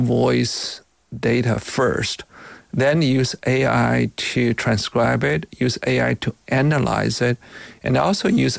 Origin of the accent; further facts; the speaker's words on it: Beijing, China; English is a second language; now in United States; I'm not a native English speaker myself. I was born in China. I grew up in Beijing. I went to America in 1991. Even after 35 years living in America, I couldn't get rid of my accent.